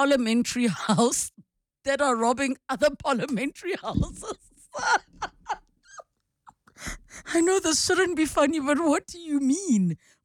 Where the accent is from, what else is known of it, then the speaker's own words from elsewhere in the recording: Zimbabwe; moved away; I'm from Zimbabwe. Whenever I tell people I'm from in Zimbabwe, they think I am an illegal immigrant.